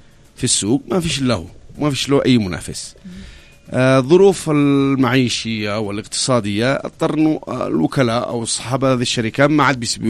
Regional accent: Yemen; وإحنا شعب يمني

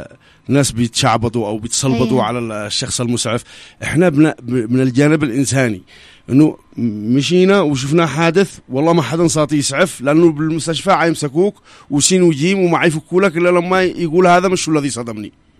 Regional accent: Yemen; احنا اليمنيين

